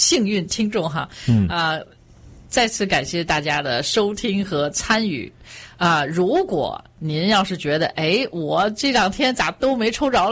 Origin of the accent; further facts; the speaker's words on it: China; 我们中国人